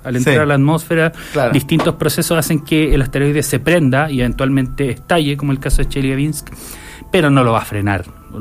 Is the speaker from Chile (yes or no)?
yes; La Calera, Valparaíso, Chile; La Calera. Yo soy de La Calera.